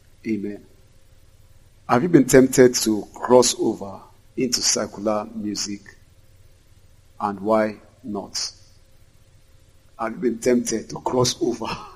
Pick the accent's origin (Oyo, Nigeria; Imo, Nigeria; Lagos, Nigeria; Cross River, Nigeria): Lagos, Nigeria; I said, I'm an artist from Lagos.